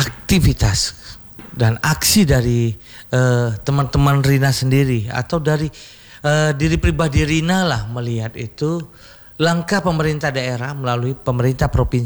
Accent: Aceh, Indonesia; Tentunya kita Aceh sudah pernah kita rasakan bagaimana dahsyatnya tsunami Aceh 2004.

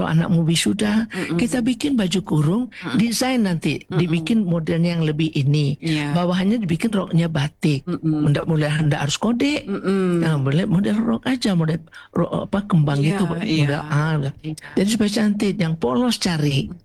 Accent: West Sumatra, Indonesia; Kalau kita Minang gak pakai batik di bawah. Pakai kain gitu dia.

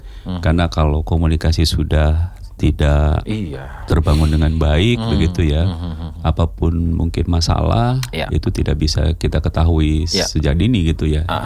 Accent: Kalimantan, Indonesia; now in Kendari, Indonesia; Saya asli Kalimantan.

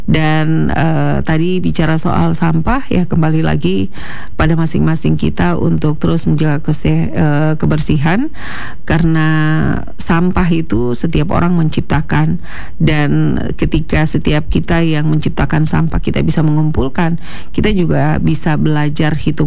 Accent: Fakfak, West Papua, Indonesia; kita warga Kota Fak-Fak

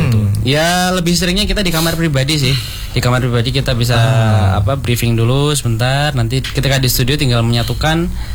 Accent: Pacitan, East Java, Indonesia; Saya berasal dari Pacitan, dekat.

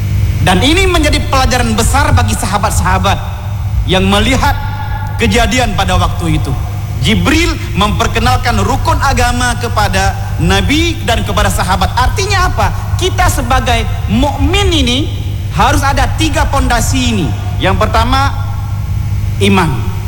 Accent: Aceh, Indonesia; lebih-lebih kita orang Aceh harus mempelajari.

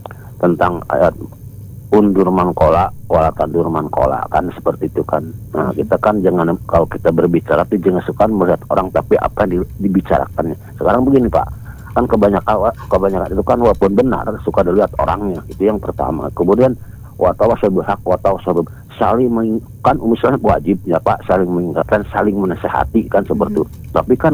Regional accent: Garut, West Java, Indonesia; also born or lived in Bogor; Kayak sebetulnya saya juga kelahiran Bogor, cuman besar di Garut

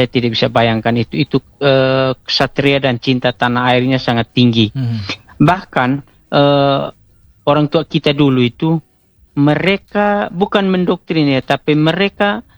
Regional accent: East Nusa Tenggara, Indonesia; Ya, ada satu istilah kami orang Atoni itu bahwa obat musuhnya itu dia anti perempuan.

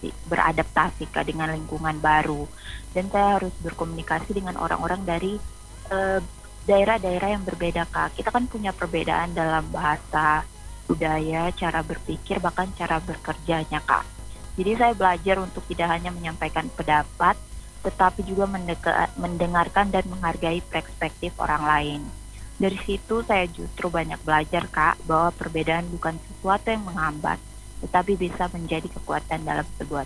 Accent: Papua, Indonesia; Daerah Papua

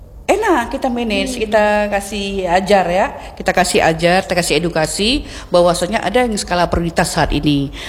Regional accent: Aceh, Indonesia; Ngurusin suami, suami harus kita siapin, apalagi kita Aceh.

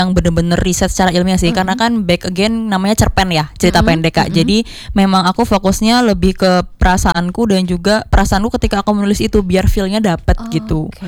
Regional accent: Ngawi, East Java, Indonesia; Karena aku kebetulan juga orang Ngawi.

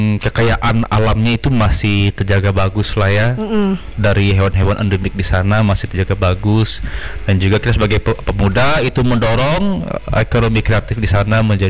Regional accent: Palangka Raya, Central Kalimantan, Indonesia; Dan saya asli orang Segohong, Tengkiling.

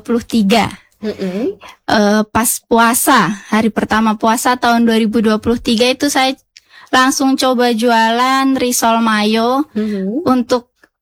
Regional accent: Yogyakarta, Special Region of Yogyakarta, Indonesia; now in Kupang, Indonesia; karena suami dari Jogja, saya dari Jogja

